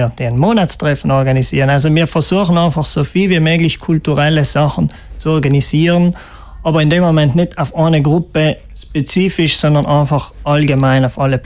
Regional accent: Trentino-Alto Adige, Italy

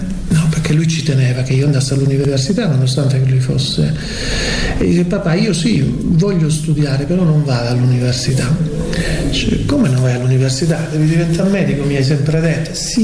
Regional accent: Isola di Capo Rizzuto, Calabria, Italy; born there; now in Matera, Italy; Io sono di origine calabrese, sono nato a Isola di Capo Rizzuto, allora era provincia di Catanzaro, poi con la revisione che ci fu delle nuove province fu fatta provincia anche Crotone

